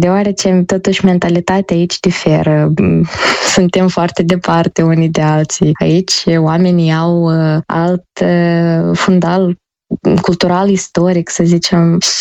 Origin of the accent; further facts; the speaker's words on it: Moldova; now in South Korea; spun cu mândrie că sunt din Republica Moldova